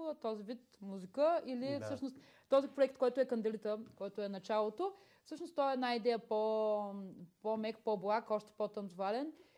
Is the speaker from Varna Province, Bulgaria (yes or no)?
yes; Varna, Varna Province, Bulgaria; И аз сме от Варна.